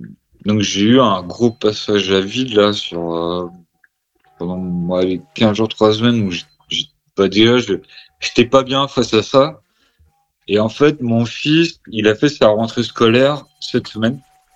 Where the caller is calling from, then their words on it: Quimper, Brittany, France; moi, j'habite à Quimper.